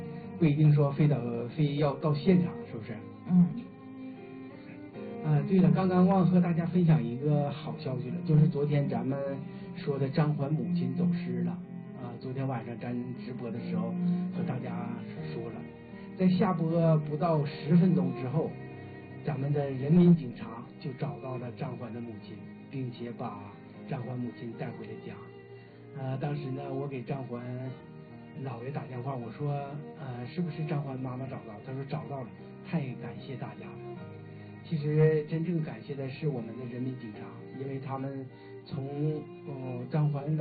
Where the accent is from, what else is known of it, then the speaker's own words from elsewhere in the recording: China; 身为中国人，我觉得这辈子真的很骄傲很自豪